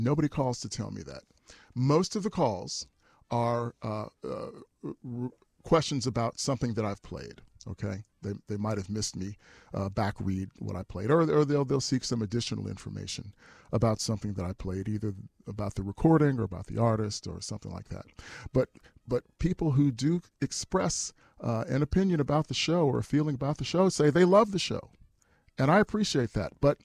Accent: Houston, Texas, United States; moved away; I'm from Houston. I started broadcasting at the Pacifica station there, KPFT.

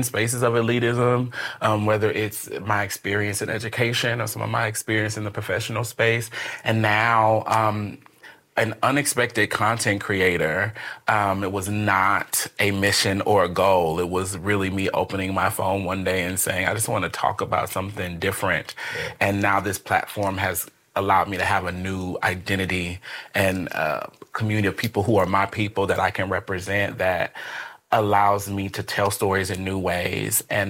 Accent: Omaha, Nebraska, United States; But I am a proud native Nebraskan, born and raised in Omaha, Nebraska, North Omaha, Nebraska, the birthplace of Malcolm X.

